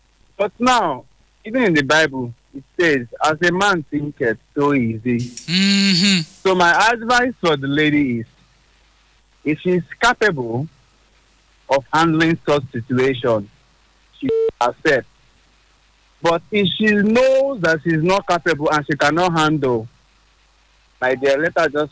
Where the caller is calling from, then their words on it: Nigeria; I'm calling from Pepaco.